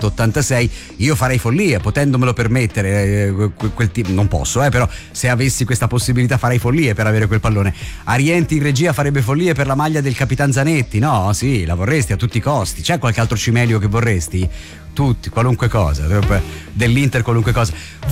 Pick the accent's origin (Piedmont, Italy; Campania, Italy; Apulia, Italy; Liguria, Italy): Campania, Italy; Naples